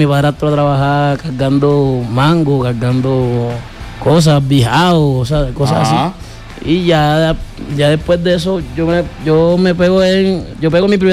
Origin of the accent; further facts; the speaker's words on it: Santa Rosa, Bolívar, Colombia; Estuve allá en Cartagena o en Santa Rosa, que es mi pueblo.